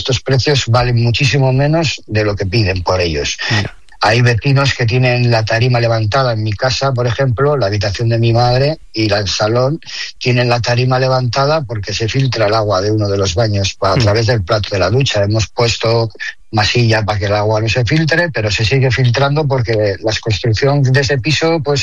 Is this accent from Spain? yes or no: yes; Erandio, Basque Country, Spain; also born or lived in Algorta; yo en este caso llevo aquí viviendo 8 años, pero soy del municipio de Erandio, nací en Algorta, pero me he criado toda la vida entre Astrabuda y Erandio